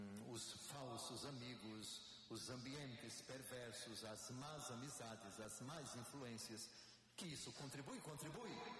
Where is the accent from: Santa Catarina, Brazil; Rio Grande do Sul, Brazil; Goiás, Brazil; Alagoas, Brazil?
Alagoas, Brazil; Maceió; Maceió, minha terra?